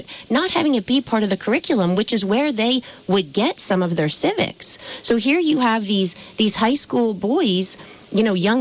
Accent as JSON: {"language": "English", "town": "Danville", "region": "Vermont", "country": "United States", "tie": "born or raised there", "said": "last night I was at Senator Scott Beck's kickoff campaign party in Danville, my hometown, over in Vermont."}